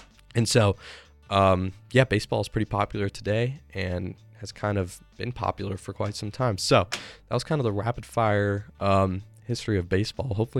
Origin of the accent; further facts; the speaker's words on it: Colorado, United States; I'm from Colorado, so I'll support Colorado baseball.